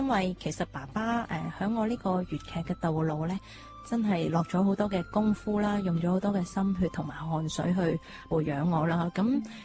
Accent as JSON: {"language": "Cantonese", "town": "Guangzhou", "region": "Guangdong", "country": "China", "said": "我係廣州人，爸爸喺廣州走嘅"}